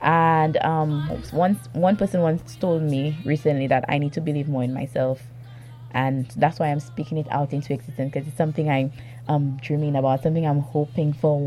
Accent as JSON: {"language": "English", "region": "Castries", "country": "St. Lucia", "said": "I am from Mondido."}